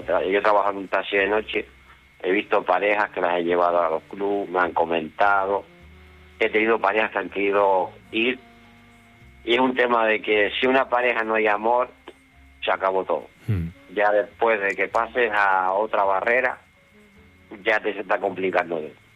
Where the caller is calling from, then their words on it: Tenerife, Canary Islands, Spain; Yo soy aquí de Tenerife y tú sabes que esto es turístico.